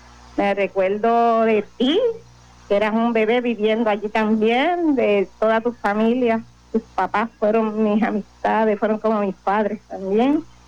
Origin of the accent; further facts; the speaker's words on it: San Germán, Puerto Rico; born there; Yo nací en el Bajío Coto, aquí en San Germán